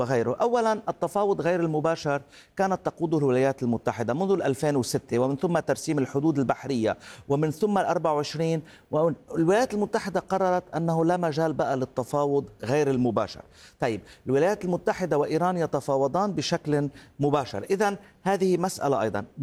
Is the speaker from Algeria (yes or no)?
no; Lebanon